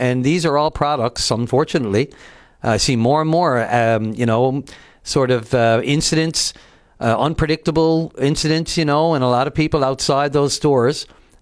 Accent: St. John's, Newfoundland and Labrador, Canada; I grew up in the West End of St. John's and around Topsail Road and the Cowan Avenue area.

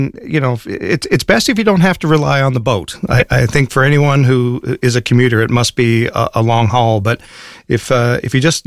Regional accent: Bell Island, Newfoundland and Labrador, Canada; Because I grew up on Belle Island, I went to school with your daughter. We were both born after the mine had closed, so we only really knew Belle Island as this little community

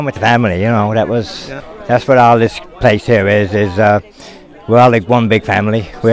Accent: St. John's, Newfoundland and Labrador, Canada; I grew up on Single Hill

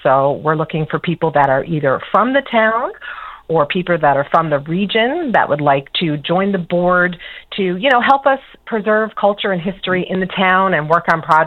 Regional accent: Harbour Grace, Newfoundland and Labrador, Canada; I'm originally from Harbor Grace

